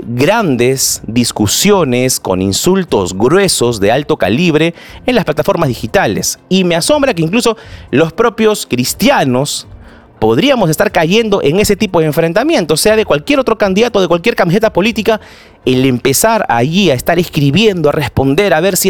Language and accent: Spanish; Lima, Peru